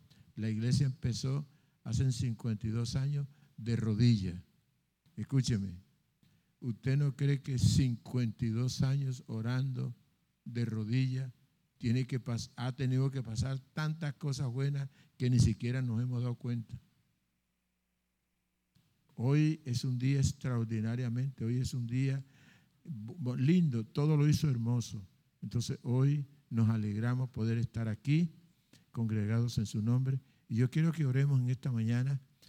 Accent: Colombia; Padre, oramos por nuestro país Colombia

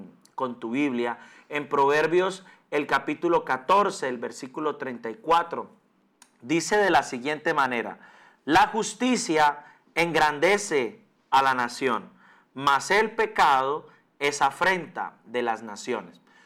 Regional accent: Colombia; Estamos acompañando a Colombia en esta recta final, camino a la segunda vuelta de nuestras elecciones presidenciales

